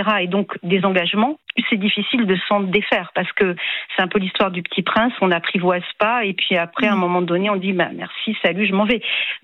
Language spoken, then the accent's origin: French; Grand Est, France; Alors, je suis vraiment originaire d'Alsace